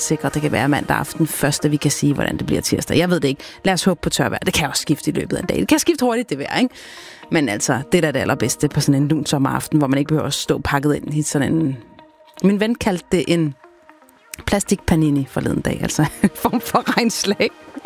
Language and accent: Danish; Capital Region of Denmark, Denmark; Det er i hvert fald også en meget stor tradition i nogle af byerne på Bornholm, hvor jeg er vokset op.